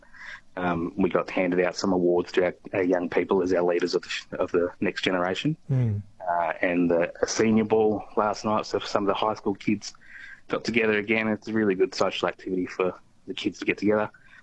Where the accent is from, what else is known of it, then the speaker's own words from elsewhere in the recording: South Australia, Australia; I'm from South Australia. I'm an Adjumunna person, so this is not my country here.